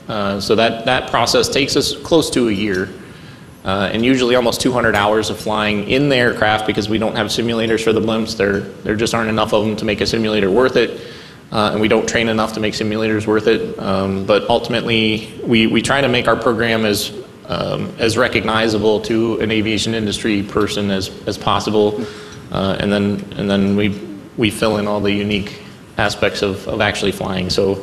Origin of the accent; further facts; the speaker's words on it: Green, Ohio, United States; I'm born and raised here in the Akron area. I grew up in Green. I went to St. Francis de Sales Parish School till eighth grade, and then went to Hoban High School